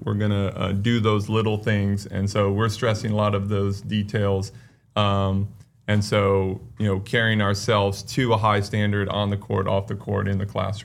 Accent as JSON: {"language": "English", "region": "California", "country": "United States", "tie": "born or raised there", "said": "Well, So I grew up in California and I played in high school."}